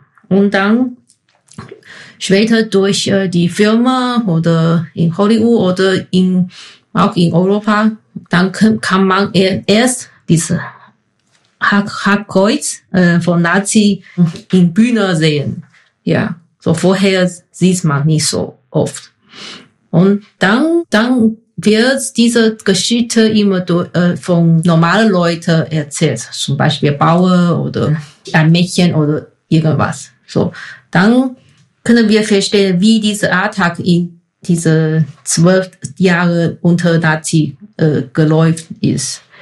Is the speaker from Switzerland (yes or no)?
no; Taiwan; German is a second language; now in Buseck, Germany; Ich komme aus Taiwan und jetzt lebe ich mit meinem Mann Tianji in Busek, in der Nähe von Gießen.